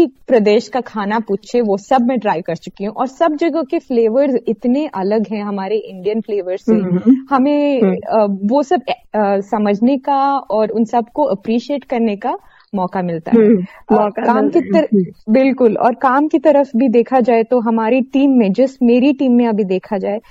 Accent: Kerala, India; first language Malayalam; Hindi is a second language; also born or lived in Coimbatore / Bangalore; मेरे पेरेंट्स मलयाली हैं, मैं मलयाली हूँ. घर में हम लोग मलयालम में बात करते हैं फैमिली में. मगर मैं पैदा कोयम्बतूर में हुई थी जो तमिलनाडु में है, और मेरी फैमिली सेटल्ड है बैंगलोर में जो कर्नाटका में है.

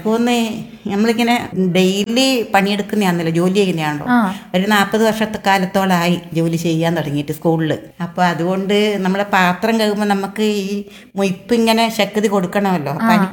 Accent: Pandalam, Kerala, India; now in Kannur, India; ഹരിപ്പാട് എന്റെ സ്വന്തം നാട് പന്തളവന്ന. നമ്മൾ പത്തനംതിട്ട ജില്ലക്കാരാ.

